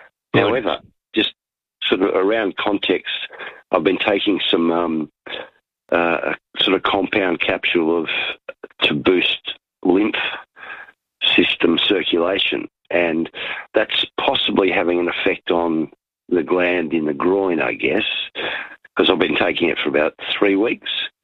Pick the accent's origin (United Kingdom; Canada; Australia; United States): Australia; Canberra, Australian Capital Territory; I'm from Canberra.